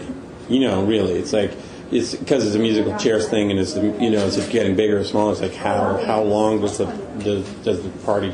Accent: Canada; I'm Canadian.

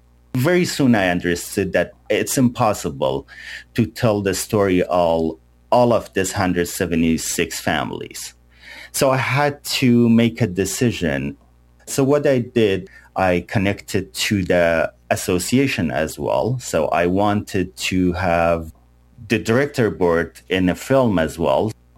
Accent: Iran; moved away; My brother called me from San Andej, my hometown Snow

